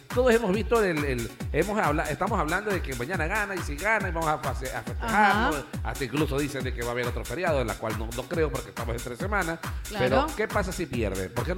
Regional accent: Ecuador; todos somos ecuatorianos y vivimos felices

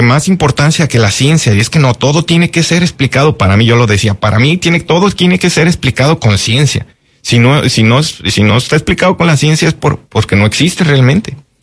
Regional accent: Tequila, Jalisco, Mexico; de donde yo soy originario, en Tequila, Jalisco

